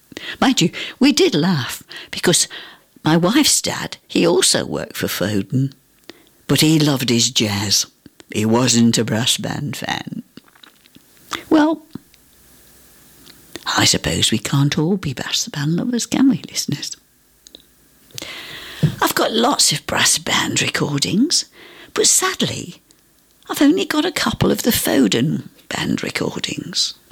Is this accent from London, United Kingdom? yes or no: no; Skipton, Yorkshire and the Humber, United Kingdom; born there; a hybrid, product of a Lancashire mother and a Yorkshire father. But as I was born in Skipton for official purposes, I'm a Yorkshire person.